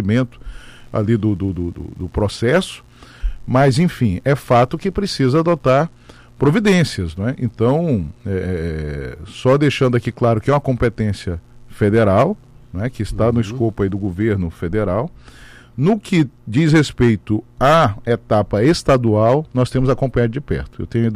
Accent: Caroebe, Roraima, Brazil; eu que cresci ali no Caroebe, cheguei lá criança.

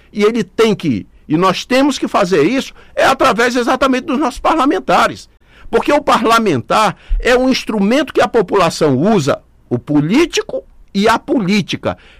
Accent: Brazil; nós que somos do Brasil

